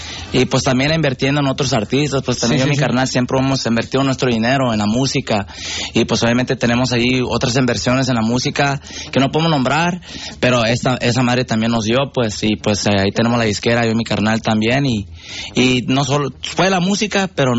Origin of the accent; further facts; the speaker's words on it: Los Angeles, California, United States; also born or lived in Páramo, California; De Páramo, California, sí, machín. Pero crecimos en Boyle Heights.